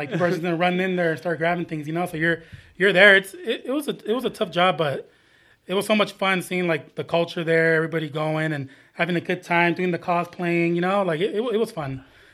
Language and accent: English; San Bernardino, California, United States; Well, that place for me has a lot of history. I grew up in San Bernardino, especially in the area. My mom still lives down the street from there.